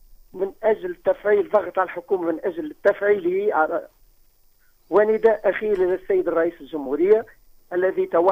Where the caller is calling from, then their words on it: Sned, Gafsa Governorate, Tunisia; من السند.